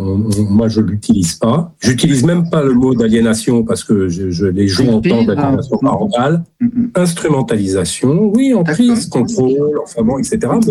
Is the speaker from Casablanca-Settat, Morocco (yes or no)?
no; Rabat, Rabat-Salé-Kénitra, Morocco; Ouais, moi je suis de Rabat. Donc je vais régulièrement former les pédopsychiatres du Maroc.